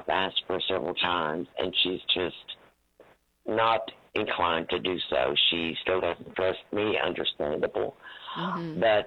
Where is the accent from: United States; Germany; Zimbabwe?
Germany; I was born and raised in Germany.